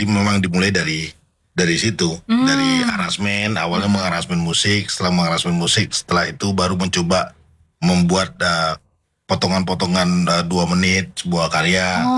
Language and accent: Indonesian; Pekanbaru, Riau, Indonesia; also born or lived in France; setelah dari Perancis saya pulang ke Indonesia, terus balik langsung ke Pekanbaru